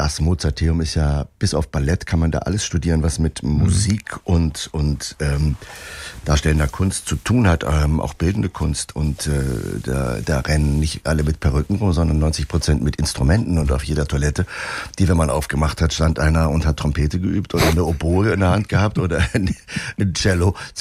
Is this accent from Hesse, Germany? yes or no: no; Bremerhaven, Bremen, Germany; moved away as an adult; also born or lived in Salzburg; Ich bin leidenschaftlich im Norden aufgewachsen mit Meer, mit Wind und Meer. Mein Vater war Kapitän